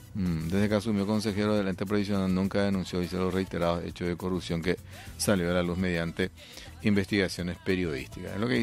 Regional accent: Paraguay

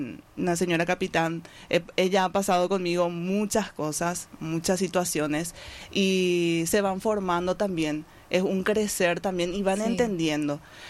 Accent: Areguá, Central, Paraguay; yo soy de Areguá y tengo que venir hasta Sajonia, sí, y yo salgo a las 5

